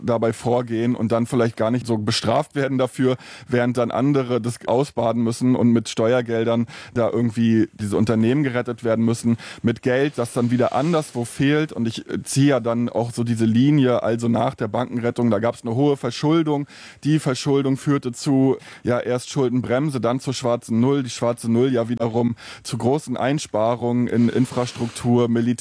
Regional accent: Stralsund, Mecklenburg-Vorpommern, Germany; alleine die Leute in den Altstadt in Stralsund, in der Stadt, wo ich aufgewachsen bin, die haben andere Sachen erlebt.

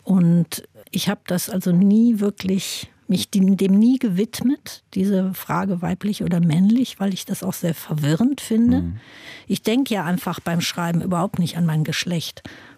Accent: Germany; Also ich bin ja anders aufgewachsen in Deutschland und nicht in New York

